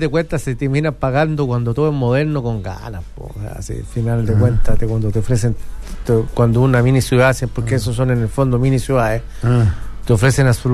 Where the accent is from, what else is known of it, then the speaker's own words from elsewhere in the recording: San Felipe, Valparaíso, Chile; Yo no sé si los San Felipeños tenemos cara que uno dice soy de San Felipe, pero uno se encuentra con mucha gente de acá.